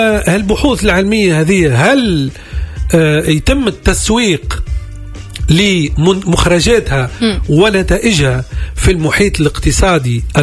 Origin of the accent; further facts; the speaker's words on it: Tunisia; عندنا في تونس